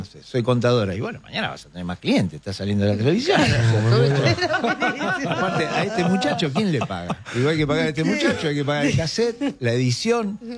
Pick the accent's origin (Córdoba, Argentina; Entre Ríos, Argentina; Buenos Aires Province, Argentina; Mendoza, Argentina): Buenos Aires Province, Argentina; Mar del Plata; ¿Vos sos el de Mar del Plata? Sí, le digo, soy yo.